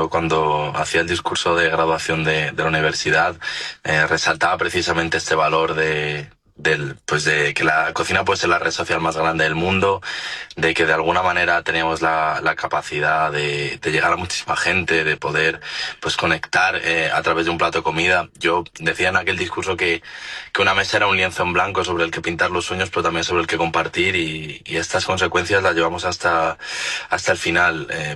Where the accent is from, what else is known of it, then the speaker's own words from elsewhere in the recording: Navalacruz, Castile and León, Spain; El fuego empezó en Burgondo y yo soy de Navalacruz, que está apenas a 10 minutos en coche. Y por desgracia, aquí en Ávila cada verano nos toca la misma historia